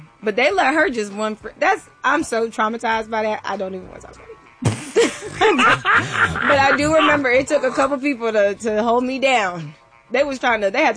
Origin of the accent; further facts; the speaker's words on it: Mount Vernon, New York, United States; I'm from Mount Vernon. I'm Jamaican, so I just wanted to.